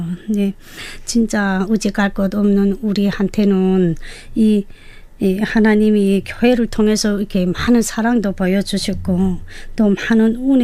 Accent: South Hamgyong, North Korea; now in South Korea; 남한 정착 8개월 차 함경남도에서 온

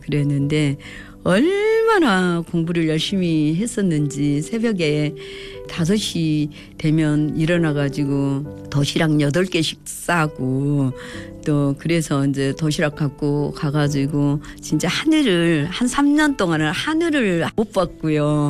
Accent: Sinan, South Jeolla, South Korea; 남 신안구 나패면에서 태어났습니다. 저희 집은요, 바닷가에 저희 집 담장 밖에까지 바닷물이 들어오는 정말 그야말로 바닷가예요.

